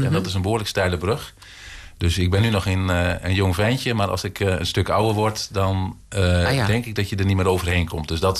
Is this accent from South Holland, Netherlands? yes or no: no; Zwartsluis, Overijssel, Netherlands; born there; moved away as an adult; now in Giethoorn, Netherlands; Ik kom oorspronkelijk niet uit Giethoorn, maar uit Zwartsluis. Aha. En ik heb jong jochie in Giethoorn gewoond.